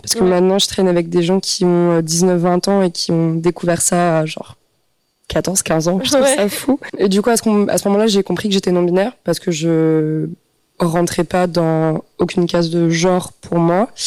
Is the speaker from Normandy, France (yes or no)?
no; Île-de-France, France; also born or lived in Strasbourg; now in Montpellier, France; Non, je viens de Paris à la base.